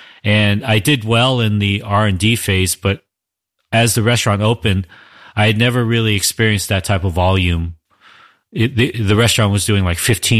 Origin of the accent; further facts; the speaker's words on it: Los Angeles, California, United States; So the thing about where we are, we're from Los Angeles. We're specifically from the central region of Los Angeles, the city, Koreatown, East Hollywood, Pico Union, Mid-City.